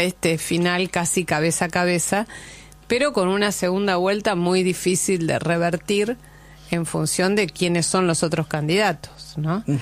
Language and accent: Spanish; Argentina; avergüenza a uno como argentino